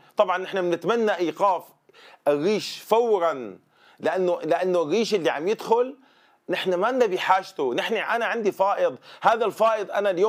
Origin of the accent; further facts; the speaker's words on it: Syria; أكيد هلأ بالنسبة لتكاليف الإنتاج عندنا في سوريا على وضع خاص،